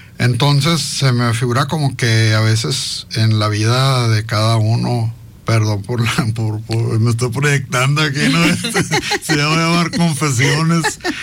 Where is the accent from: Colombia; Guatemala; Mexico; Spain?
Mexico; Hermosillo, Sonora; born there; Bueno, yo nací en la Leonardo Colosio Juárez, en la que era la Clínica del Noroeste.